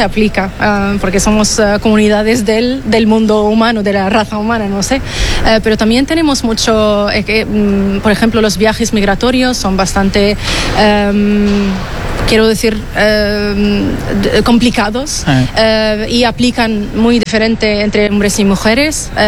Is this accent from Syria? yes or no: yes; Syria; moved away; yo soy de Siria